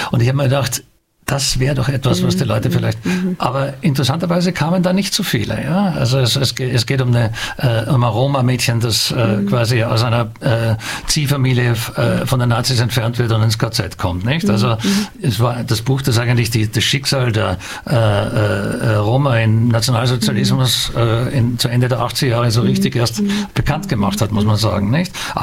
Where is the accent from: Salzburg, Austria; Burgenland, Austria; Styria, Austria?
Styria, Austria; Graz; ich bin aus Graz ursprünglich